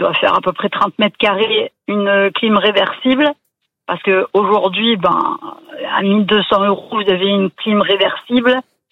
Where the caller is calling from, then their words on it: Provence-Alpes-Côte d'Azur, France; Alors, je suis dans un petit village à côté